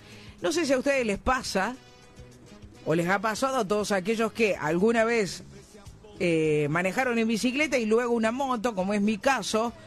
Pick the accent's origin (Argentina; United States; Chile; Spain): Argentina; Córdoba; born there; now in Los Frentones, Argentina; te estamos escuchando desde Los Frentones, Chaco, hermoso el programa, soy cordobés de nacimiento y hace 8 años estoy acá por razones de trabajo